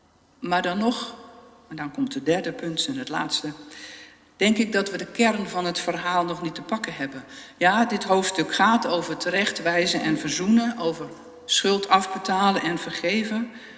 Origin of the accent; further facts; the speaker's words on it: Netherlands; Als Nederlanders, als lid van de kerk